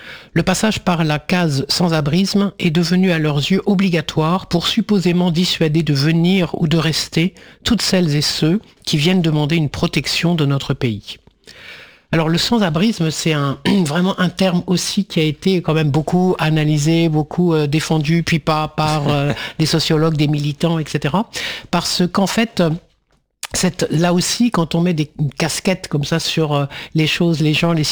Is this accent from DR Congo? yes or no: no; France; parce que je suis français